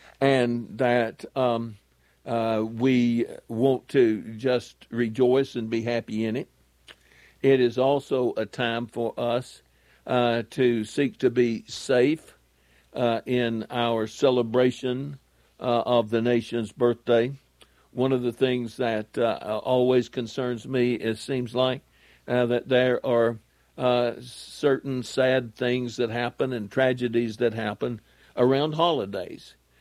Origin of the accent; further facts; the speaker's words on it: United States; I am an American, an American citizen, that I was fortunate enough to be born in this country and to be brought up with an idea of law and order, and that Christian faith was the most important thing in anyone's life.